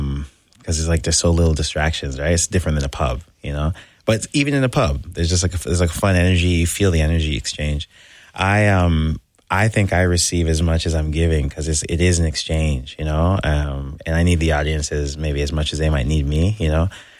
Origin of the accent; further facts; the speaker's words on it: Scarborough, Ontario, Canada; like back where I'm from in Scarborough. I grew up in Scarborough, and there's a big Jamaican and black population there.